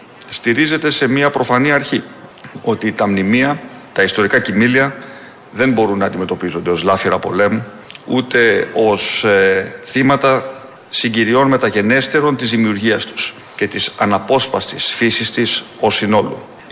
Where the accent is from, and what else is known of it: Greece